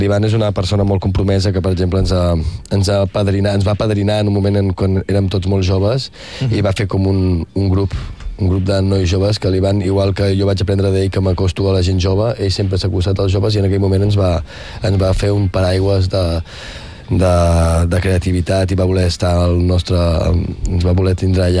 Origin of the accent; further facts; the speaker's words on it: Rupià, Catalonia, Spain; moved away; Costat de Rupià, del meu poble